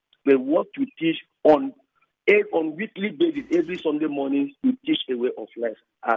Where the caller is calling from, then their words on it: Eleme, Rivers, Nigeria; I'm calling from Eleme.